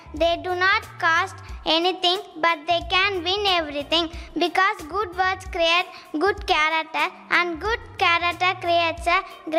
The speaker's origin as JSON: {"language": "Tamil", "town": "Sankagiri", "region": "Tamil Nadu", "country": "India", "said": "Sankagiri."}